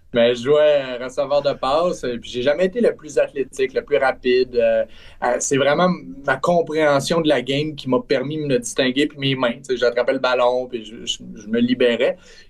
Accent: Trois-Rivières, Quebec, Canada; je viens de Trois-Rivières, ma famille est toujours à Trois-Rivières

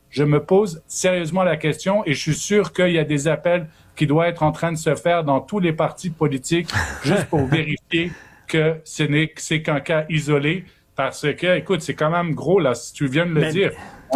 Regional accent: Ottawa, Ontario, Canada; Donc je me dis, Richard, là moi j'ai un réflexe parce que je viens d'Ottawa

